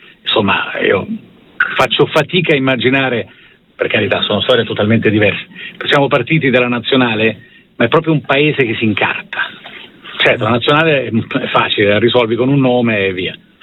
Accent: Naples, Campania, Italy; Io sono di Napoli, ho vissuto l'agonia decennale, ultra decennale dell'Ilva di Bagnoli

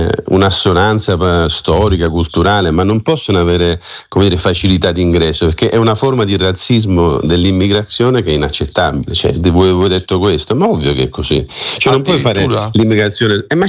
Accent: Sicily, Italy; perché io sono siciliano, allora ho più diritti di uno nato in Val d'Aosta

